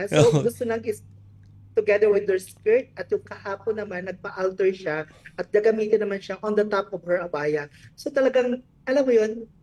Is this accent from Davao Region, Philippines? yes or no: no; Western Visayas, Philippines; Tulad lang sa amin sa Aklan